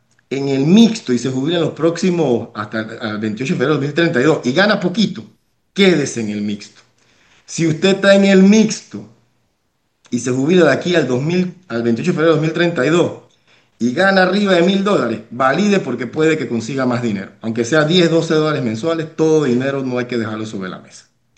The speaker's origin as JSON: {"language": "Spanish", "country": "Panama", "said": "los panameños somos panameños"}